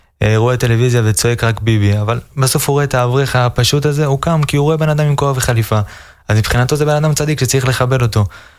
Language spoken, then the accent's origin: Hebrew; Beersheba, Southern District, Israel; born there; אני תושב באר שבע, כמו שאמרתי